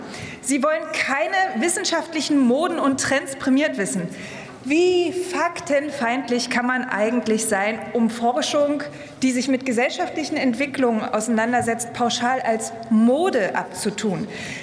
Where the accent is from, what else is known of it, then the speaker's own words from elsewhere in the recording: East Germany, Germany; Als Ostdeutsche ist es mir natürlich auch persönlich ein Anliegen